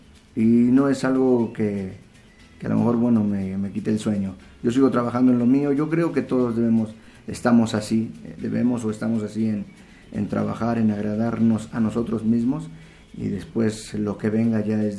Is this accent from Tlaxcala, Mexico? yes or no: yes; Totolac, Tlaxcala, Mexico; yo soy originario de Totolac, okay. Tlaxcala, uh-huh. El municipio de Totolac.